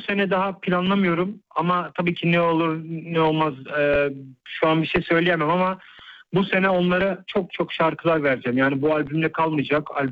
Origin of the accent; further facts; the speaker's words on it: Netherlands; moved away as an adult; also born or lived in Düsseldorf, Germany; now in Istanbul, Turkey; Hollanda doğma büyüme. Şu an İstanbul'dayım. Burada yaşıyorum.